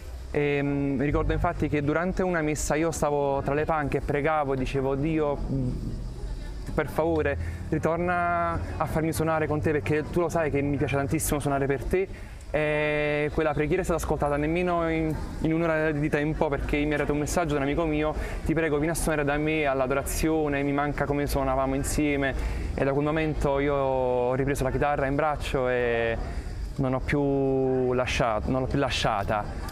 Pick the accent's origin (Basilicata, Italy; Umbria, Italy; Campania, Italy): Campania, Italy; Naples; vengo da Napoli e sto venendo qui a Medjugorje